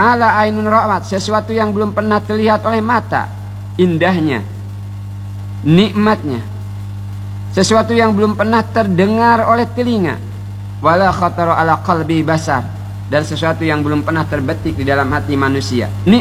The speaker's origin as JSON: {"language": "Indonesian", "region": "Bangka Belitung Islands", "country": "Indonesia", "said": "Kata kita orang Bangka"}